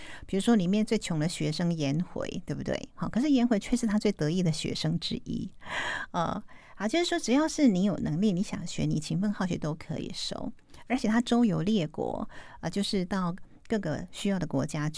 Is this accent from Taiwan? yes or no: yes; Taiwan; 那我们台湾这边呢，中华民国这边呢